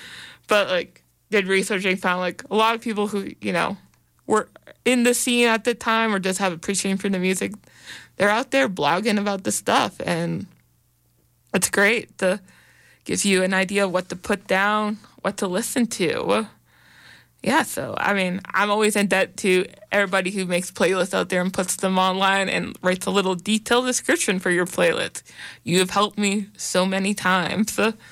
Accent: Australia; accent: Australian; my Australian accent trying to attempt to be Chase was so horrible and made everybody laugh that we just decided I would talk in my normal voice instead

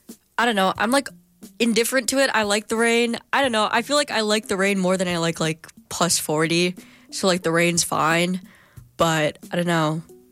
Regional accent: Philippines; and I'm Filipino, so a lot of the, and so like this NBA finals, there's like a Filipino

